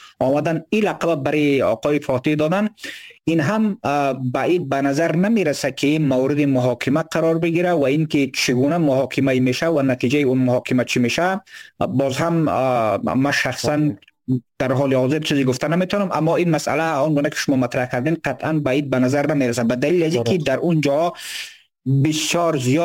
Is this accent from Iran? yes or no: no; Badakhshan, Afghanistan; از بدخشان هستیم